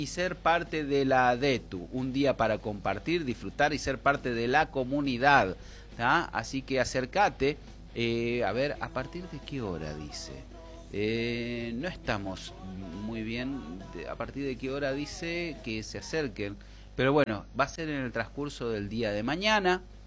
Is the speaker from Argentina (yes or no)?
yes; Argentina; Porque somos argentinos, vivimos en uno de los mejores países del mundo para vivir.